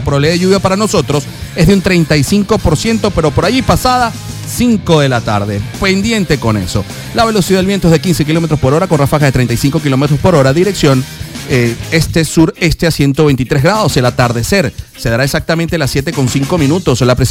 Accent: Puerto La Cruz, Anzoátegui, Venezuela; En mi estado natal, en mi tierra, allá en Puerto La Cruz, en el estado Anzoátegui, Barcelona

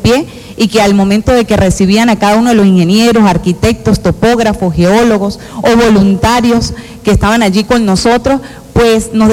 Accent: Venezuela; unidos como venezolanos

